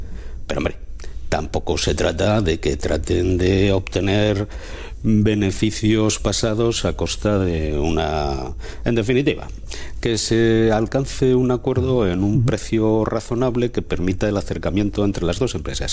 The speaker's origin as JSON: {"language": "Spanish", "town": "Langreo", "region": "Asturias", "country": "Spain", "said": "yo estaría encantado como langreano con que eso ocurriera, pero estaría encantado también como asturiano, porque es que eso va a ser desarrollo para Asturias."}